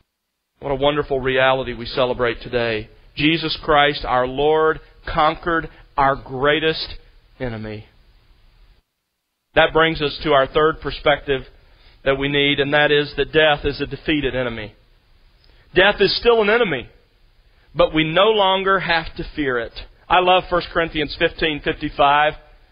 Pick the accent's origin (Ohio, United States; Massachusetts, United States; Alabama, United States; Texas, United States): Alabama, United States; as a boy growing up in South Alabama